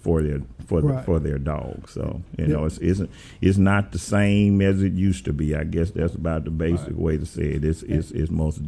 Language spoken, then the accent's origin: English; Memphis, Tennessee, United States; say I'm from South Memphis.